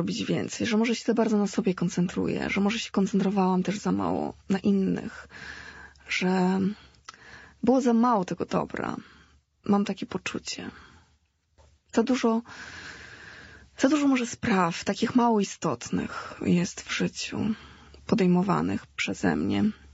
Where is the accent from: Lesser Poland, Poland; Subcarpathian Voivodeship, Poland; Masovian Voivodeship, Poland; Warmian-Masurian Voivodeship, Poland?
Masovian Voivodeship, Poland; Warsaw; also born or lived in Africa; Urodziłam się w Afryce, tam 4 lata spędziłam, a potem już przeprowadziliśmy się do Polski i mieszkam w Warszawie od 4 roku życia przez cały czas.